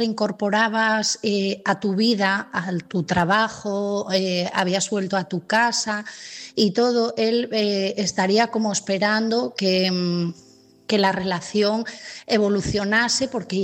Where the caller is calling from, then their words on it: Asturias, Spain; de Asturias y mi mensaje esta noche es para Silvia.